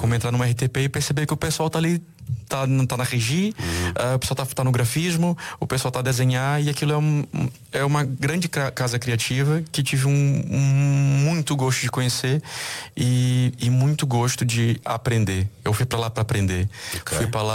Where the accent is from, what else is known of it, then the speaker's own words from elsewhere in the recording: Brazil; now in Portugal; Sou brasileiro, sou latino, vivendo em Portugal.